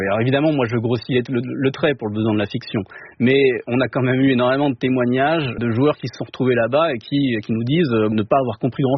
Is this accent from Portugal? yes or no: no; France; J'ai un attachement à Liverpool, alors je suis français, mais depuis 2005 en fait